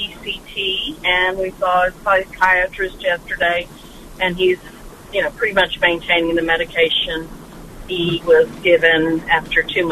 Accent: Houston, Texas, United States; And I'm from the Houston area and moved to Louisiana to be closer to him.

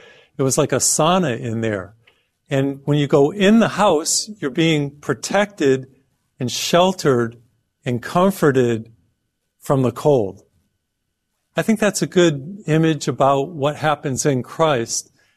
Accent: Massachusetts, United States; I grew up in Massachusetts, and we would have some of the coldest winters.

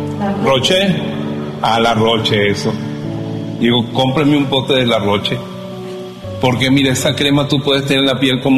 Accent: Bejuma, Carabobo, Venezuela; ¿Cómo se nota que yo soy de Bejuma?

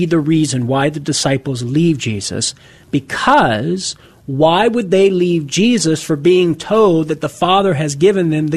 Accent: Louisiana, United States; accent: Southern Louisiana; So when I try to man … from Southern Louisiana, and I try to talk into it with my accent.

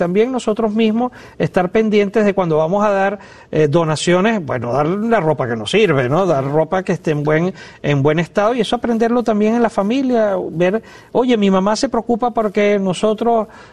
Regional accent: Venezuela; born there; moved away; el país donde yo nací, en Venezuela

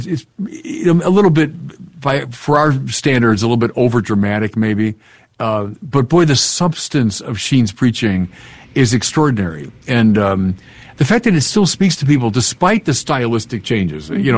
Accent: Illinois, United States; we're both from Illinois

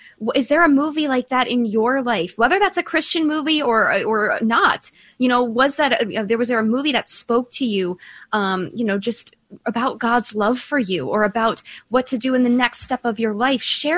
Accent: Ireland; I'm Irish. He's Irish.

